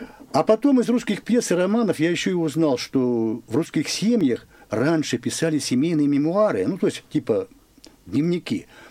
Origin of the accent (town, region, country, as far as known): Yekaterinburg, Sverdlovsk Oblast, Russia; born or raised there